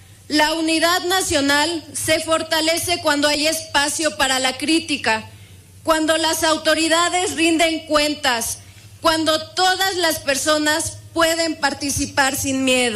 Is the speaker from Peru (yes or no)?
no; Mexico; Como mujer mexicana, quiero reconocer de manera especial a las mujeres que hicieron posible nuestra libertad.